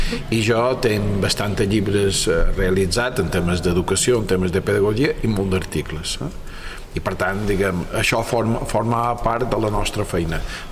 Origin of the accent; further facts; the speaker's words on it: Pollença, Balearic Islands, Spain; born there; also born or lived in Barcelona; quan era jove, jovenet, a Pollença se van fer les colònies d'estiu a Cala Murta.